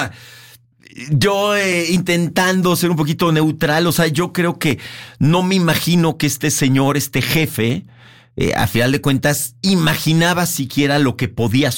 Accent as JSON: {"language": "Spanish", "country": "Mexico"}